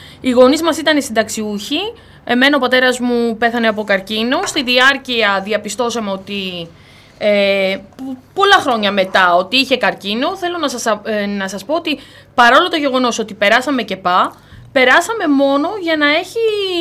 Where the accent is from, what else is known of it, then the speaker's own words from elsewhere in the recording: Greece; ως Έλληνες